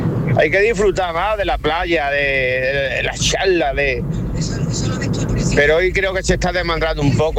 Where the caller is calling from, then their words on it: Rota, Andalusia, Spain; Pues imagínate siendo de Rota